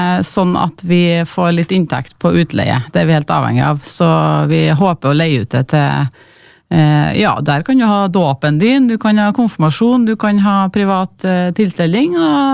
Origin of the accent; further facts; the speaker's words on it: Malvik, Trøndelag, Norway; Jeg bor der selv, født og oppvokst på Vikhammeråsen